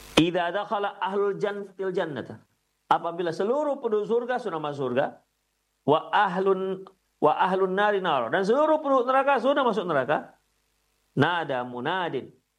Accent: West Sumatra, Indonesia; Mereka terpesona, kalau bahasa kami orang Minang terperangah gitu.

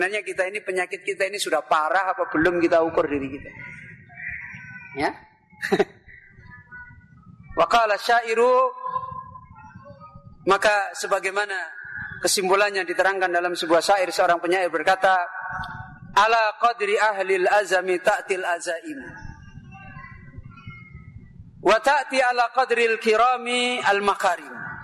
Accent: Semarang, Central Java, Indonesia; Ya saya, kampung saya itu di Semarang. Kalau antum mungkin pernah namanya Desa Tambak Lorok.

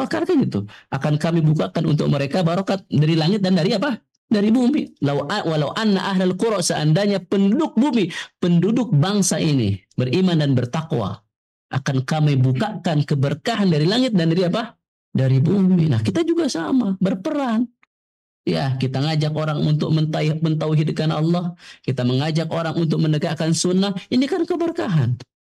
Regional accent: Indonesia

